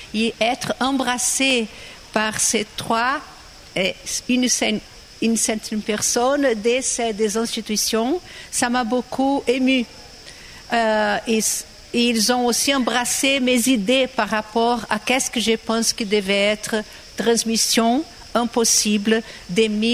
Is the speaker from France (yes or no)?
no; São Paulo, Brazil; French is a second language; moved away as an adult; je suis née en 56 à São Paulo, alors j'ai grandi.